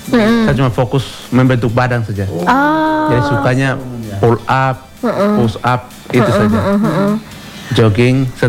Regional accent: Highland Papua, Indonesia; now in Flores, Indonesia; Saya lebih khususnya di Papua Pegunungan

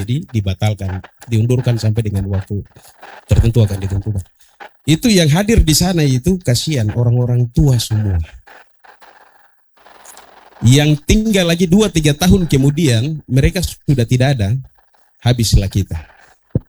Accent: Papua, Indonesia; berarti aku Papua.

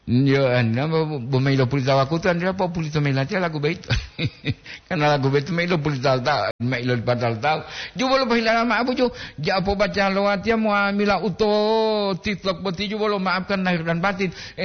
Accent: Manado, North Sulawesi, Indonesia; Jo, begini le, bagi-bagi gua dari Manado, Kang, asik.

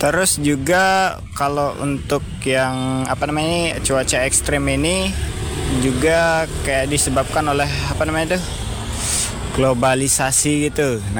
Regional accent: Lembar, West Nusa Tenggara, Indonesia; Perkenalkan, nama saya … Saya dari Lembar.

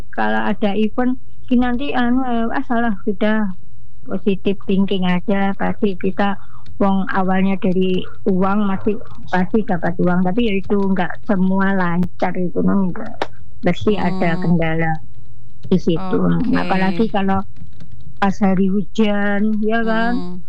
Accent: Kediri, East Java, Indonesia; born there; Ya kan memang aku lahir dari Kediri, jadi aku warga Kediri

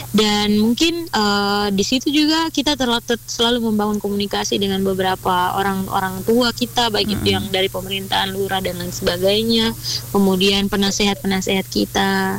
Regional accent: Larantuka, East Nusa Tenggara, Indonesia; bukan mutlak orang pesisir seperti kami, setelah kami riset lokal kak di desa kami, di kelurahan kami di Larantuka

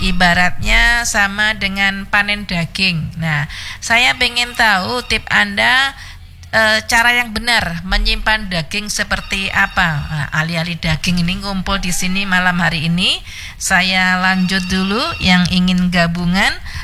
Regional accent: Surabaya, East Java, Indonesia; born there; zaman saya dulu waktu SMP ya, di Surabaya

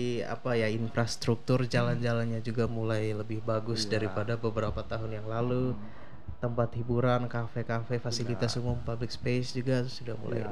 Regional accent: Belu, East Nusa Tenggara, Indonesia; Kalau saya sama seperti Helen, putra daerah Belu, dari tepatnya dari Laktutus.

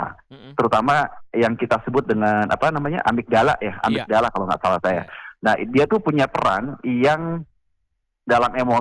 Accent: Kupang, East Nusa Tenggara, Indonesia; Iya, karena saya lahir di Kupang. Dan setiap hari di masa kecil itu saya sangat dekat dengan aroma-aroma kayu cendana.

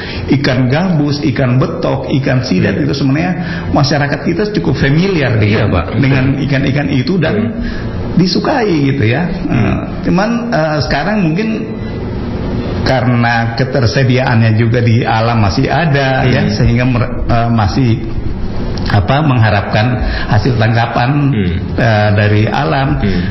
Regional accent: Central Sulawesi, Indonesia; born there; terutama di daerah saya ya, di Morowali Utara

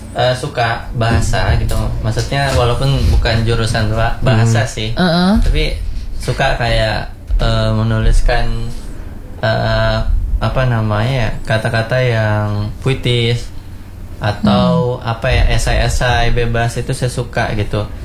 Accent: Lombok, West Nusa Tenggara, Indonesia

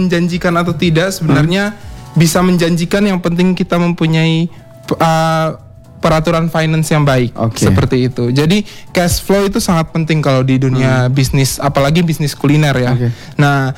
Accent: Maumere, East Nusa Tenggara, Indonesia; Saya lahir dan besar di Maumere

